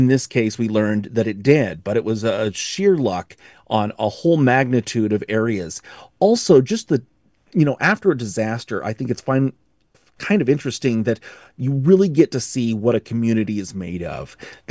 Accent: Idaho, United States; I grew up in Eastern Idaho. I was on the news over there, first with KIDK, then KPVI.

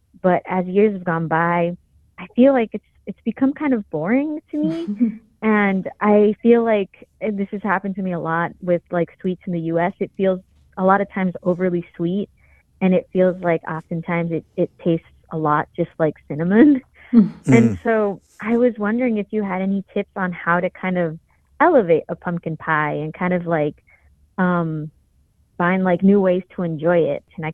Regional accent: Venezuela; now in United States; So I'm from Venezuela, and in Venezuela, we don't have four seasons, right? So when I came to the U.S., I was met with the joy of eating things that are specific to the fall.

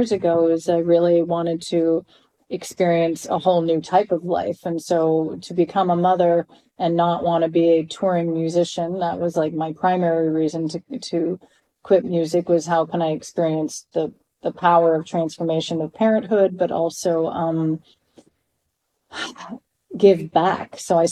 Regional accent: Canada; my parents, I was raised full in Canada, fully indoctrinated to doubt everything in the US

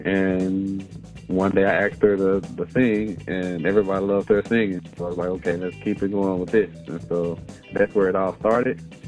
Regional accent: Little Rock, Arkansas, United States; moved away as an adult; I grew up in Little Rock, Arkansas. I moved to Memphis and after I graduated high school in 2003.

